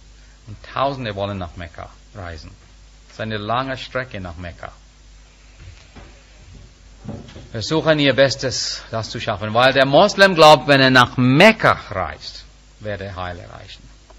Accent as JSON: {"language": "German", "country": "India", "second_language": "German", "said": "Liebe Freunde, als Inder, ich brauchte die Bibel nicht, gar nicht, um mir zu sagen, dass ich gesündigt habe."}